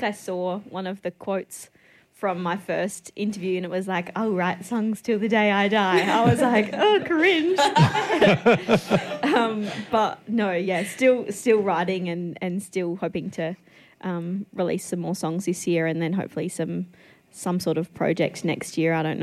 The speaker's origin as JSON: {"language": "English", "town": "Kadina", "region": "South Australia", "country": "Australia", "tie": "born or raised there", "said": "I grew up in Kadena on the York Peninsula, and then went to boarding school, and then went to uni."}